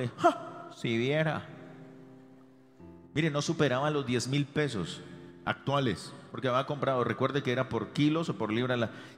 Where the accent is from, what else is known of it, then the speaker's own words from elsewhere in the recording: Colombia; participación como ciudadanos colombianos.